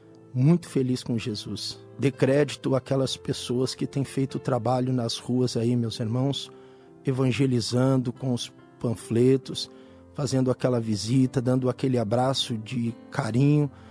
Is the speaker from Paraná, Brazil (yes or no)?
no; Guaíba, Rio Grande do Sul, Brazil; sou de Guaíba, Estado de Rio Grande do Sul, Grande Porto Alegre.